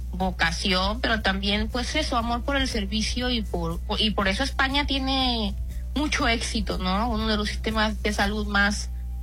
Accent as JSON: {"language": "Spanish", "country": "Mexico", "tie": "born there", "said": "Yo nací en el ISSSTE, o sea, soy nacida orgullosamente del sistema público de salud mexicano"}